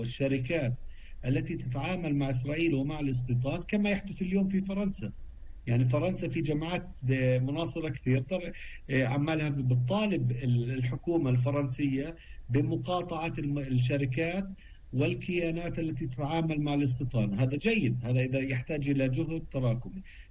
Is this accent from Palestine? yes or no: yes; Palestine; نحن نطالب كفلسطينيين